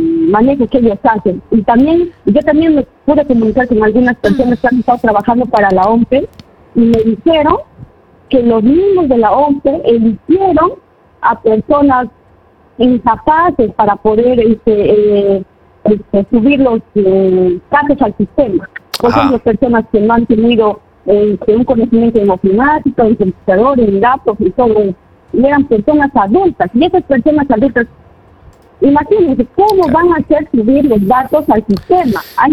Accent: Peru; Y nosotros, como peruanos, debemos ver eso y no debemos ya apoyar una vez más a la izquierda.

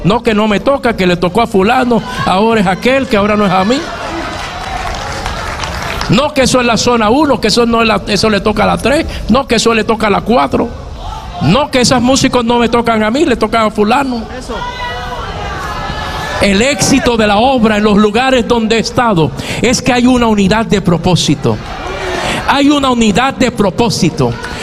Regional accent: Puerto Rico; mi tierra, Puerto Rico.

